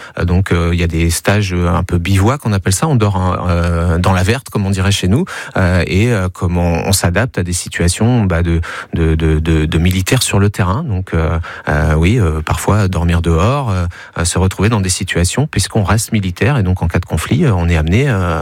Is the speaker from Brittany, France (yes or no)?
yes; Brittany, France; moved away as an adult; je suis parti à Tulle, en Corrèze, alors que je suis breton.